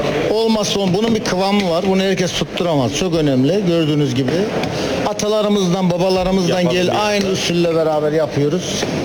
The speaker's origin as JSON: {"language": "Turkish", "region": "Trabzon", "country": "Turkey", "said": "Trabzon pidesinin özelliği, bu pide bizim yöremize ait."}